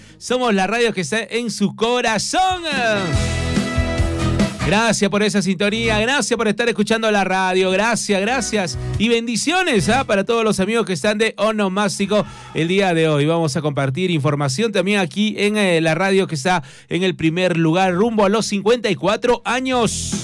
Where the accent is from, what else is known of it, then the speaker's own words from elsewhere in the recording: Arequipa, Peru; somos más arequipeños ahora.